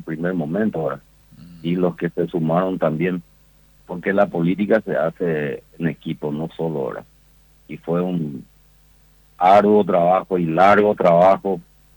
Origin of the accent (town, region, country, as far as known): Carmelo Peralta, Alto Paraguay, Paraguay